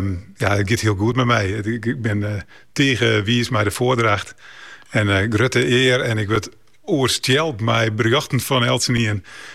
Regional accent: Tietjerk, Friesland, Netherlands; also born or lived in Leeuwarden; now in Wijnjewoude, Netherlands; in Leeuwarden, maar opgegroeid in Tietjerk.

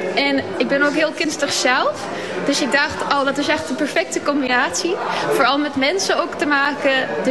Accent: South Africa; born or raised there; now in Vlieland, Netherlands

